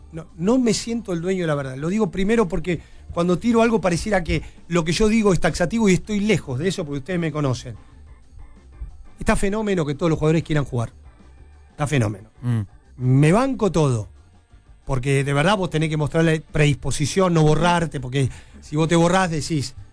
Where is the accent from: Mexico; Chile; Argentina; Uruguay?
Argentina; Cuando uno ve River en una final, te lo digo yo, como hincha argentinos, y decís, che, está River.